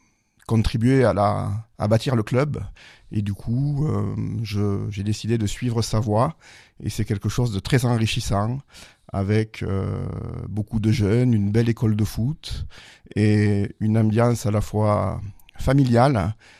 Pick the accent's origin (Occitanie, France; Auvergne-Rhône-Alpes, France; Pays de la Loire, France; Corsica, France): Occitanie, France; Marvejols; born there; also born or lived in La Canourgue; now in Mende, France; Oui, je suis né en Lozère, à Marvejols. Je suis d'origine camourguaise, ma famille vit à la Camourgue et je vis à Mende depuis quelques années.